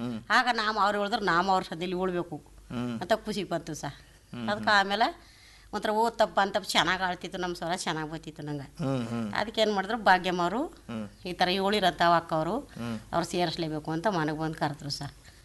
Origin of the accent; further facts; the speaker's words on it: Siddayyanapura, Karnataka, India; ಹುಟ್ಟೂರು ಸಿದ್ದೇನಪುರ ಸರ್. ನನ್ನ ತಾಯಿ ಮನೆ ಒಂದೇ ಊರು, ಯಜಮಾನ್ರ ಮನೆ ಒಂದೇ ಊರು.